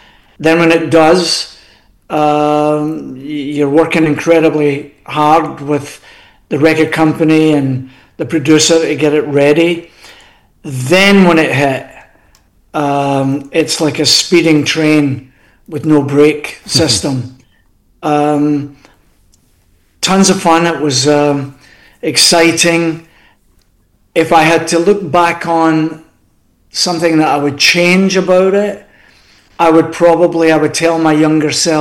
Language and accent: English; Scotland, United Kingdom; being Scottish